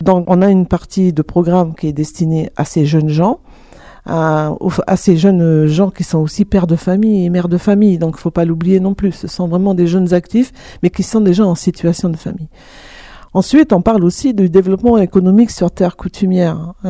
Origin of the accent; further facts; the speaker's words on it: Mont-Dore, South Province, New Caledonia; moi, je viens de la tribu de la Conception, donc la commune du Mont d'Or.